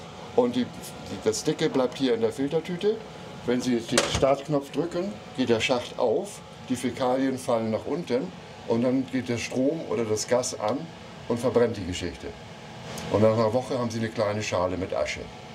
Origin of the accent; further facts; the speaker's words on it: Harsefeld, Lower Saxony, Germany; Aus Harsefeld, das liegt südlich von Hamburg, zwischen Stade und Buxtehude.